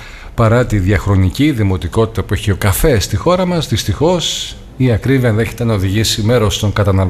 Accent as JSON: {"language": "Greek", "country": "Greece", "said": "Μία από τις αγαπημένες μας συνήθειες σαν λαό, σαν Έλληνες"}